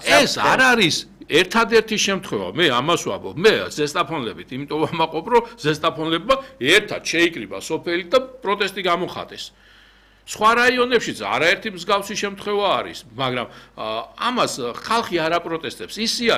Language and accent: Georgian; Zestafoni, Imereti, Georgia; მე ვამაყობ, რომ ზესტაფონელი ვარ